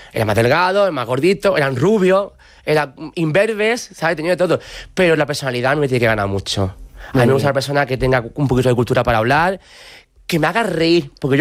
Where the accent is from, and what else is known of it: Andalusia, Spain